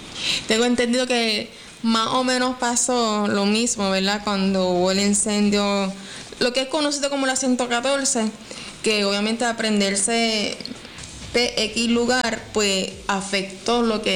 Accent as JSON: {"language": "Spanish", "town": "Lajas", "country": "Puerto Rico", "said": "nos visita desde mi pueblo"}